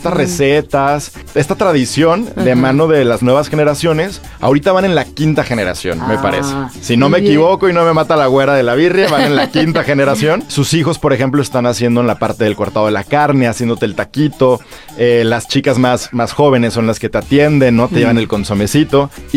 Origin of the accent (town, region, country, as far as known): Mexico